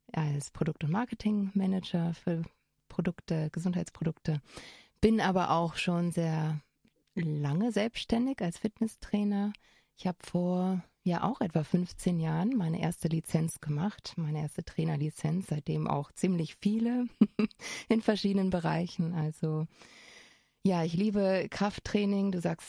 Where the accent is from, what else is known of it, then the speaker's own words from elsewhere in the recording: Bremen, Germany; now in Innsbruck, Austria; Ich komme ursprünglich aus Bremen. Wie man vielleicht hört, bin ich nicht von da. Bin aber auch schon bald 15 Jahre in Innsbruck.